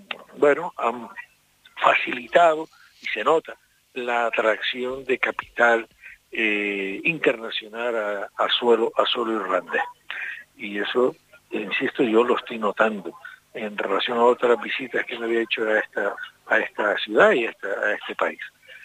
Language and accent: Spanish; Canary Islands, Spain; nuestra tierra canaria